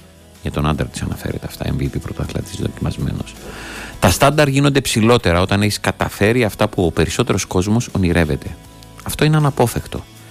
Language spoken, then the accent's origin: Greek; Amarynthos, Central Greece, Greece; στο χωριό μου στην Αμάρινθο